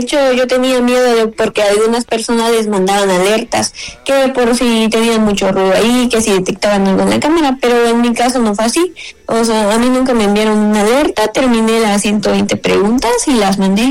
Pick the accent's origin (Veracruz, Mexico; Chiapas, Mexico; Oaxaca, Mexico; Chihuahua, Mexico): Chiapas, Mexico; No, soy del estado de Chiapas.